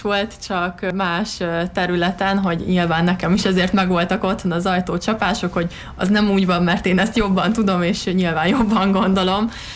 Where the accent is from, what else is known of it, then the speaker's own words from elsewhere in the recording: Hungary; mi magyarok vagyunk